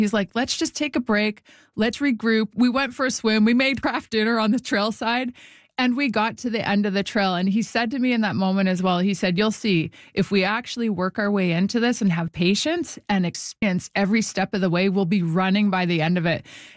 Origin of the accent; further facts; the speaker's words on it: Winnipeg, Manitoba, Canada; It was community sport growing up in Winnipeg, playing ringette, playing soccer, playing all the games that my friends played.